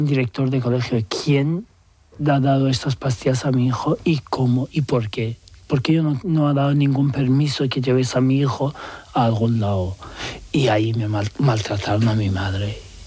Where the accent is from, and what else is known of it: Tehran, Tehran Province, Iran; born or raised there; Spanish is a second language